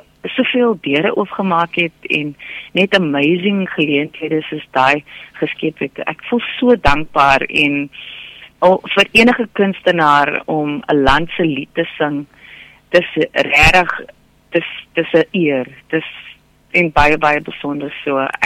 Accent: Western Cape, South Africa; ek is van die Kaap

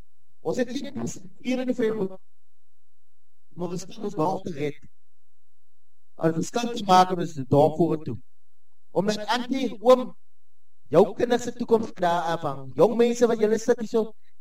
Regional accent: Hessequa, Western Cape, South Africa; Ek kom van Hessequa, maar ek het 'n bietjie te vinnig gery hier na toe

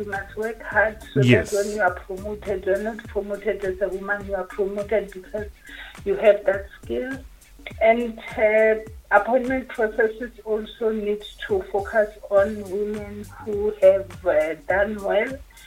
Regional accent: Limpopo, South Africa; Okay, I come from Gapane. That's where my parents are staying

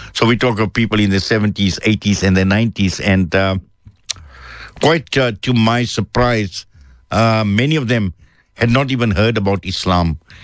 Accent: South Africa

